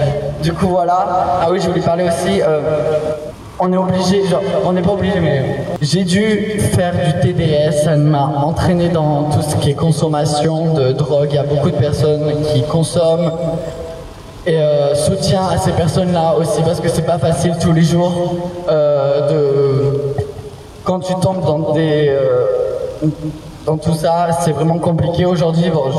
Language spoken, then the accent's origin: French; Marseille, Provence-Alpes-Côte d'Azur, France; Je suis de Marseille